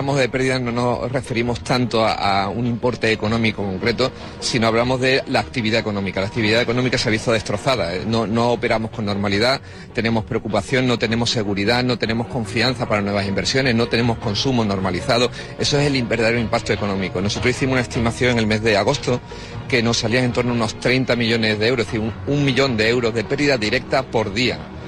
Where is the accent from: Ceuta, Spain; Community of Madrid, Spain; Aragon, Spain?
Ceuta, Spain; todos los ceutíes pensamos lo mismo